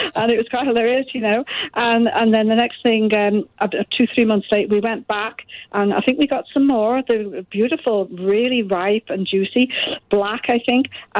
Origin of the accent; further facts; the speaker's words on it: United Kingdom; I'm British.